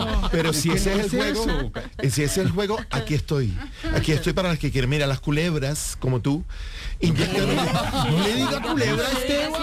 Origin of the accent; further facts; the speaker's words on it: Barranquilla, Atlántico, Colombia; Y soy un colombiano, y soy barranquillero.